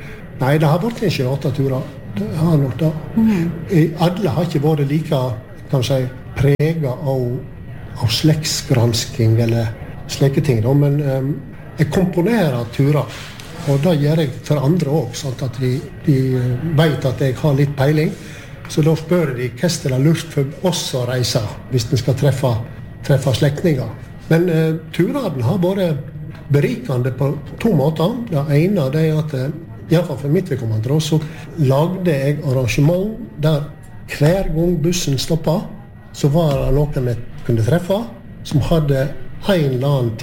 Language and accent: Norwegian; Gaupne, Vestland, Norway; så sa jeg at jeg kommer jo ifra Gaupne, og da gret hun.